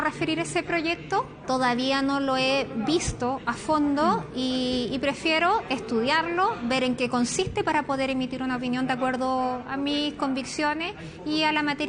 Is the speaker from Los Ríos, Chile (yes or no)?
yes; Los Ríos, Chile; Yo vengo de la región de Los Ríos